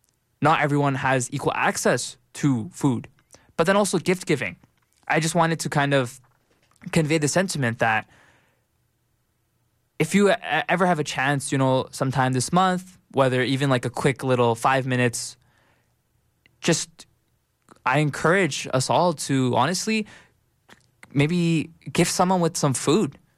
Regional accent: Pakistan; I'm from Pakistan

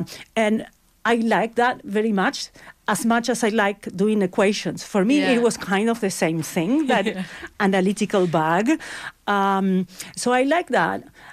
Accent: Buenos Aires, Argentina; moved away as an adult; also born or lived in United States; now in Toronto, Canada; So I'm from Buenos Aires, Argentina, and I studied there an undergraduate. And then I did some master studies in Patagonia, in the south of Argentina, in a university there.

